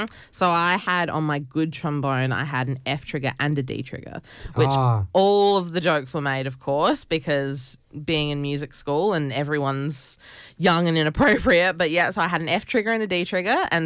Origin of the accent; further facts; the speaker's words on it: South Australia, Australia; I'm a proud Ngurrindjeri and Kaurna person. The way I talk about where I'm from is I always say, like, and like fellas that I'm related to, we all say, like, we're from the same mission.